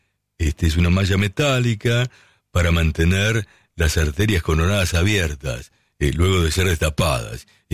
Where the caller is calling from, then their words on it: Trelew, Chubut, Argentina; Hola Oscar … de Trelew.